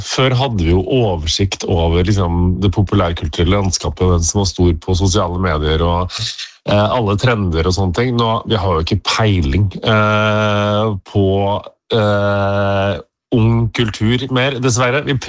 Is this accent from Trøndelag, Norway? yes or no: yes; Trøndelag, Norway; For det første så har jeg mistet dialekten min. Jeg er jo trønder egentlig.